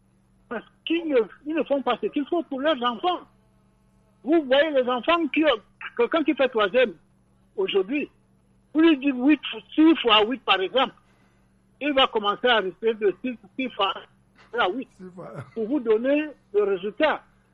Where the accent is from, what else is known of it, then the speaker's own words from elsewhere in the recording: Yaoundé, Centre, Cameroon; J'ai grandi à Yaoundé jusqu'à l'heure actuelle où je vous parle.